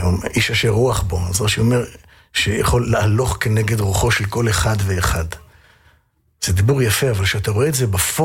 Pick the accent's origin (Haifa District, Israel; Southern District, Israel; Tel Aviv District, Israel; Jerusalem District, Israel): Tel Aviv District, Israel; Ramat Gan; moved away as an adult; now in Tel Aviv, Israel; אני גדלתי ברמת גן, למדתי בבית ספר בליך, בית חילוני